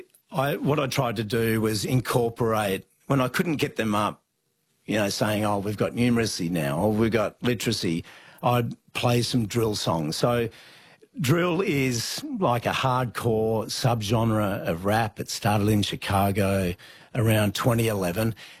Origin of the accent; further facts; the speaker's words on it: Sydney, New South Wales, Australia; So I grew up in Sydney, but I was a cricket tragic, along with my two brothers.